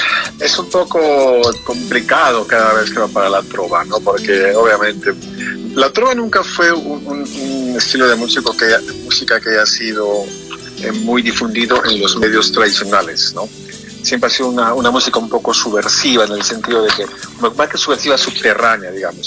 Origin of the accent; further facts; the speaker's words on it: Arequipa, Peru; moved away; Oh, bueno, Arequipa, tú sabes, mi tierra querida.